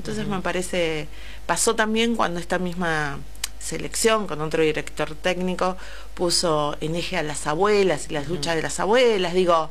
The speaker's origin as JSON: {"language": "Spanish", "country": "Argentina", "said": "Como argentinos y argentinas"}